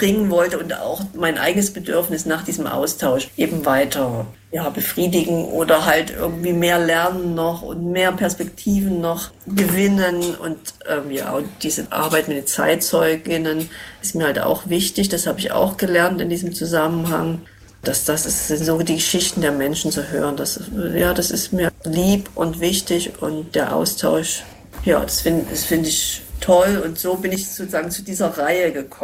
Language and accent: German; Leipzig, Saxony, Germany; moved away as an adult; now in Berlin, Germany; ich bin 15, 16 Jahre vor der Wende in Leipzig geboren und habe dort eben in dieser Zeit, ne, als Jugendliche die Wende erlebt und dann auch die Nachwendezeit und eben meine Kindheit in der DDR.